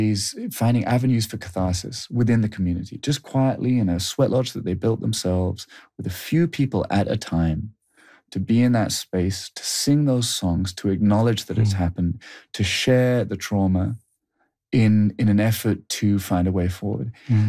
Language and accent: English; United Kingdom; now, because I'm a Brit, I was nervous I was going to get dehydrated or something would go wrong